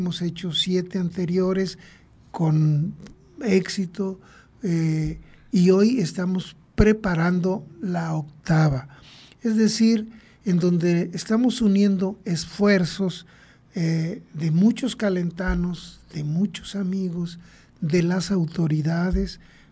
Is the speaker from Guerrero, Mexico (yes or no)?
yes; Cutzamala de Pinzón, Guerrero, Mexico; mi paisana Vanessa Pineda, originaria de mi pueblo de Cutzamala.